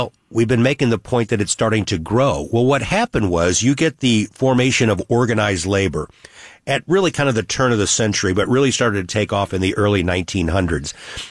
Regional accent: United States; These things still exist. You don't think about it as an American.

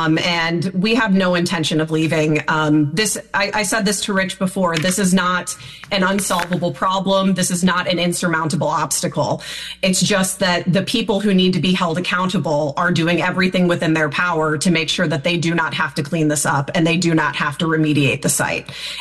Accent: Alaska, United States; moved away; I'm from Alaska originally. My husband and I are both from Alaska. We've lived here for 3 years.

